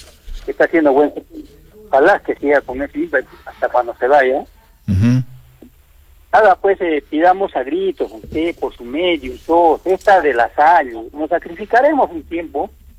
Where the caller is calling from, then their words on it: Arequipa, Peru; es un orgullo vivir acá en esta hermosa tierra de Arequipa.